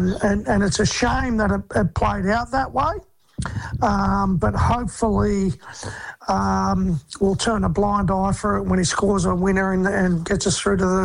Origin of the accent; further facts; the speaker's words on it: Central Coast, New South Wales, Australia; born there; also born or lived in Griffith; Then I moved back to where I grew up on the Central Coast